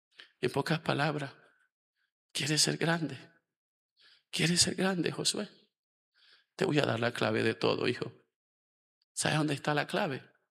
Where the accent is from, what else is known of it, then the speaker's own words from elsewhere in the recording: La Guajira, Colombia; yo vengo de La Guajira.